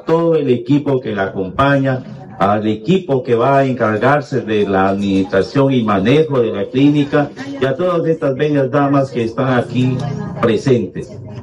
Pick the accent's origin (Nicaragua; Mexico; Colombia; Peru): Peru; San Martín